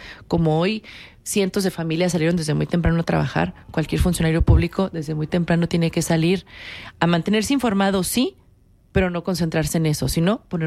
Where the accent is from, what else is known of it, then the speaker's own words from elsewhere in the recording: Mexico; todos los mexicanos hoy debemos de defender nuestra soberanía